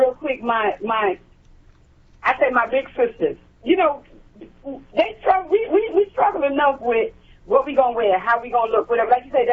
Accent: Alabama, United States; I'm from Alabama.

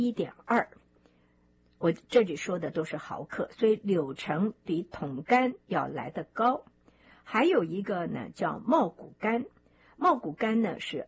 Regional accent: Taiwan; 因为我从台湾来，所以我知道台湾啊一年四季可以吃到各式各样的橘子。

